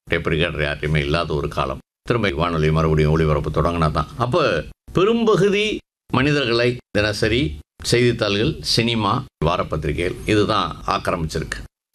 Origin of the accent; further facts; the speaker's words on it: Madurai, Tamil Nadu, India; moved away; also born or lived in Chennai; என்னுடைய சொந்த ஊர் மதுரை. மதுரையில் தல்லாகுளம். தல்லாகுளம்ன்றது நகரனுடைய மத்தியில் வைகை வடகரையில் இருக்குது. 100 வருஷத்துக்கு மேலே அங்கே இருக்கோம்னு நினைக்கிறேன்.